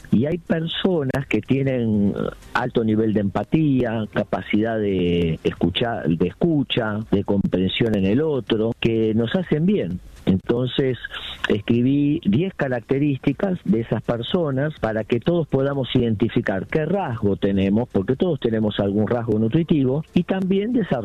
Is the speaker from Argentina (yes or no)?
yes; Argentina